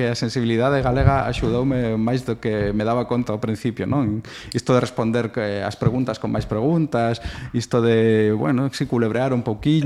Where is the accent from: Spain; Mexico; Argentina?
Spain; Madrid, Community of Madrid; Galician is a second language; eu son novo falante galego, a mitad da miña familia é galega, pero a outra mitad é de Madrid, eu crecín en Madrid.